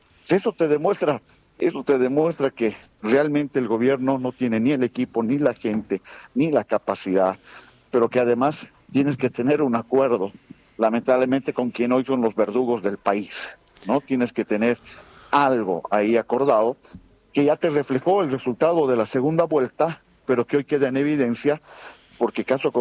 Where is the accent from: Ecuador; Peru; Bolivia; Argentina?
Bolivia